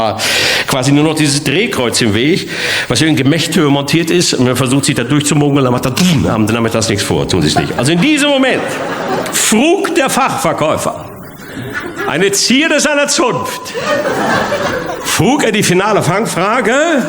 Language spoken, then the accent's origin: German; Bochum, North Rhine-Westphalia, Germany